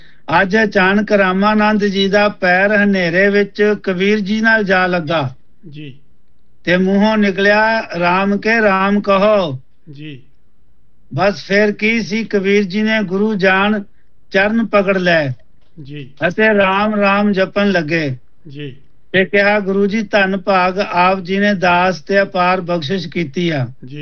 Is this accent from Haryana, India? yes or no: no; Punjab, India; moved away; ਜਿਵੇਂ ਅਸੀਂ ਭਾਰਤੀ ਹਾਂ, ਸਾਡਾ ਸੱਭਿਆਚਾਰ ਪੰਜਾਬੀ ਤੇ ਵਿਦੇਸ਼ਾਂ ਵਿੱਚ ਆ ਕੇ ਅਸੀਂ ਵੀ ਪੱਛਮੀ ਸੱਭਿਆਚਾਰ ਵਿੱਚ ਰਹਿਣ ਕਰਕੇ